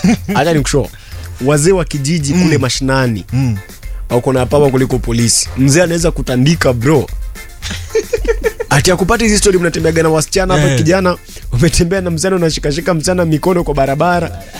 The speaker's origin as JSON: {"language": "Swahili", "region": "Bungoma County", "country": "Kenya", "tie": "born or raised there", "said": "mimi kwetu ni na Hovani. Kwetu."}